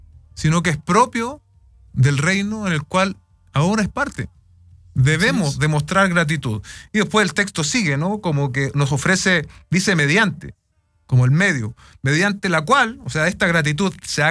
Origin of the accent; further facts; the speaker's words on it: Chile; nosotros acá estamos terminando el 18 de septiembre. Todos los chilenos somos bien festivos y celebramos el 18, la mayoría, salvo algunas excepciones.